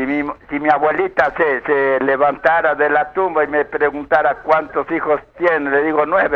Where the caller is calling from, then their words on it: Tulcán, Carchi, Ecuador; De la República Independiente del Carchi, sector capital Tulcán, a sus órdenes.